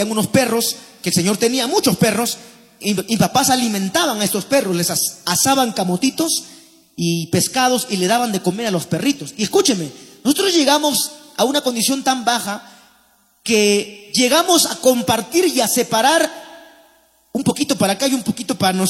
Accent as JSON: {"language": "Spanish", "town": "Paiján", "region": "La Libertad", "country": "Peru", "tie": "born or raised there", "said": "Pero llegó un tiempo que llegó las vacas flacas, como decimos, en mi pueblo. Llegó como una especie de hambruna ahí en Paiján, no había que comer, todo estaba caro"}